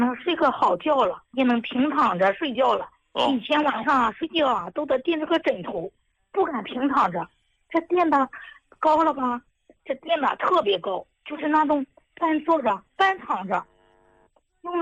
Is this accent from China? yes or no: yes; Henan, China